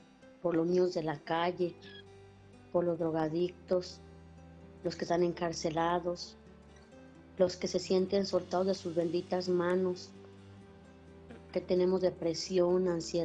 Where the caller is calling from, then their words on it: Ocotlán, Mexico; De Ocotlán.